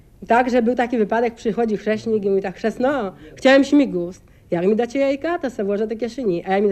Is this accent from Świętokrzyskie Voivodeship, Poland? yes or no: yes; Dębska Wola, Świętokrzyskie Voivodeship, Poland; U nas w Dębskiej Woli jest dużo śpiewaczek.